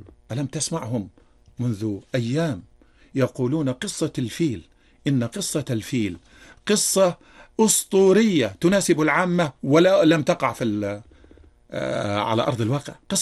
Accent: Egypt; بلدنا مصر

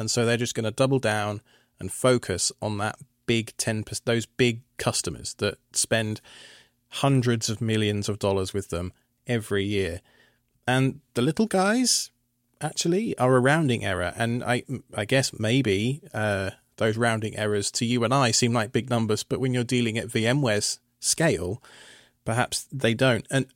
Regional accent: United Kingdom; Hey, look, dude, I'm British. We practically invented sarcasm, so I think we'll be all right.

